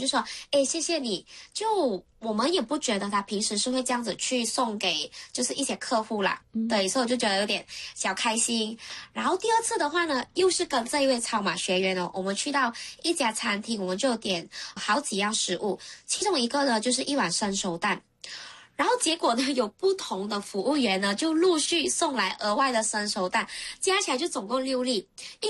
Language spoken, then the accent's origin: Chinese; Malaysia; 我本身是马来西亚人啦，但是呢我是在新加坡上班